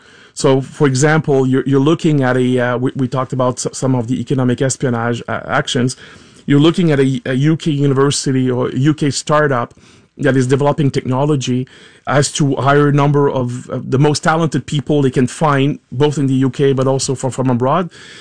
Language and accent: English; Canada; as a Canadian, I take offense when, you know, I see my prime minister